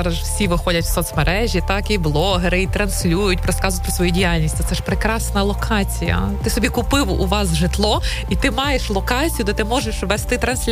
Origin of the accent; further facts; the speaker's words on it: Chernivtsi, Chernivtsi Oblast, Ukraine; Ми просто звикли, так, ми ж чернівчани.